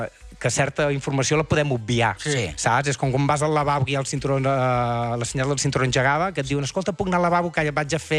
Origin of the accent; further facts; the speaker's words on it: Terrassa, Catalonia, Spain; Jo soc de Terrassa.